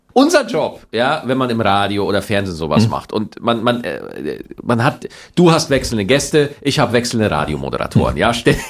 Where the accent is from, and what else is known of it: Bavaria, Germany; born or raised there